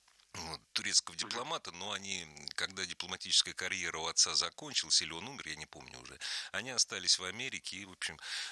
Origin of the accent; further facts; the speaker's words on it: Moscow, Russia; Я же москвич